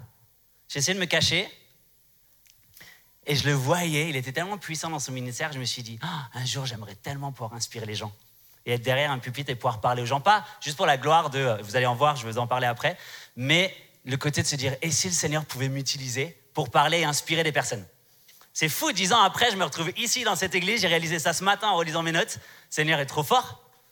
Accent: Strasbourg, Grand Est, France; Je viens de Strasbourg, je vous l'ai dit hier, pour ceux qui viennent là cet après-midi, Strasbourg, c'est en France, ok? C'est sur la bordure allemande, mais c'est en France.

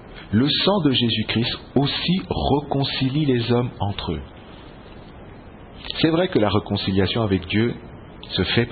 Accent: DR Congo; C'est vrai que sur ma carte d'identité, je suis congolais.

